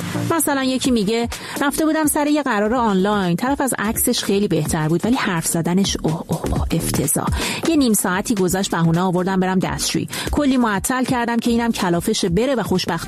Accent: Iran; بله ما ایرانی ها یه هدیه فرهنگی به کل دنیا دادیم

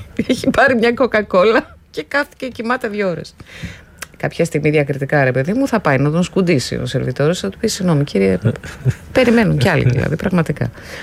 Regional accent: Central Macedonia, Greece; πάνω στη Χαλκιδική, εκεί στα μέρη μου τέλος πάντων, εκεί βρισκόμαστε και τα καλοκαίρια.

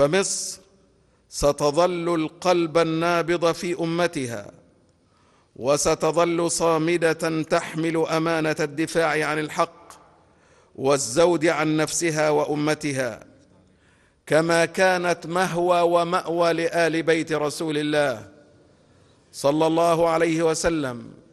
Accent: Egypt; بلدنا مصر

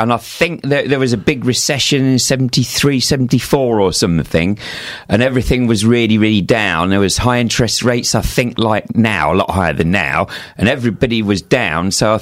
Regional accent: Midlands, United Kingdom; moved away; Originally, the Midlands.

